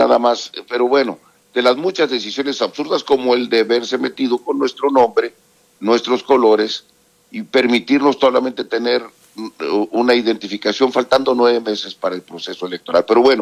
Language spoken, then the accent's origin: Spanish; Mexico; en su momento todos somos mexicanos y deberíamos de seguir, de evitar seguir polarizando a México